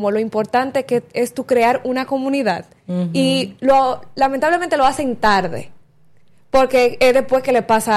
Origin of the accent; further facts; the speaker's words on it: Dominican Republic; nosotros en República Dominicana somos muy abiertos, muy cariñosos, muy amorosos.